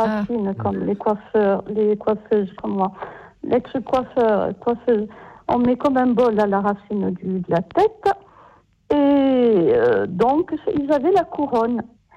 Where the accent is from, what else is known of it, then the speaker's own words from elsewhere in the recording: Corsica, France; et surtout je regardais à church, comme on disait chez nous en Corse, à church.